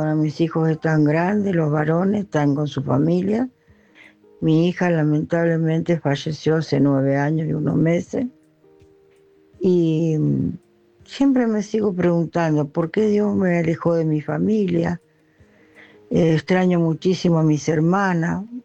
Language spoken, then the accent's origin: Spanish; Rojas, Buenos Aires Province, Argentina; moved away as an adult; now in San Nicolás, Argentina; Yo nací en Rojas, provincia de Buenos Aires, y allá quedó mi familia. Mis padres ahora ya no están, hace unos cuantos años, pero yo siempre seguí yendo y sigo yendo a mi ciudad natal, obviamente.